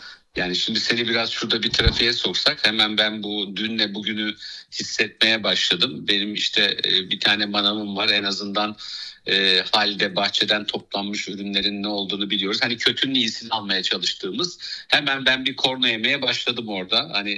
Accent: Black Sea Region, Turkey; Ben Fatih Hoca'yı çok çok cani gönülden seven bir Karadenizliyim.

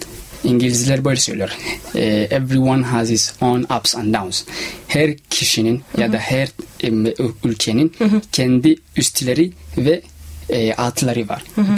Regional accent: Somalia; Ve biz Somaliler olarak normalde ya ülkemizde olursak hem ya da başka bir ülkeye gittiksek etkili oluyoruz.

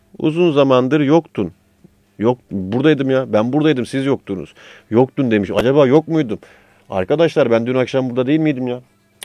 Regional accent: Istanbul, Turkey; Nereliyim? Kırklareliyim. Ya İstanbul'da doğma büyüme olsa da ailemin bir kısmı Kırklareli olduğu için, yani Kırklareli benim için önemli yerlerden biri.

